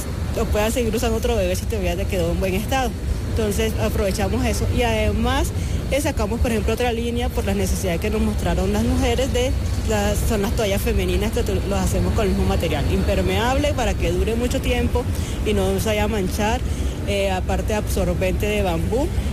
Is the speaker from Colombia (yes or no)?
yes; Barranquilla, Atlántico, Colombia; moved away as an adult; now in Tunja, Colombia; yo soy de Barranquilla, pero yo estudié en la UPTC en Tunja, en carreras fue realizada en Tunja. Ya terminando mi carrera, pues conocí a mi esposo, que es de acá de Tunja, y pues trabajaba ya acá, entonces empecé a trabajar en la UPTC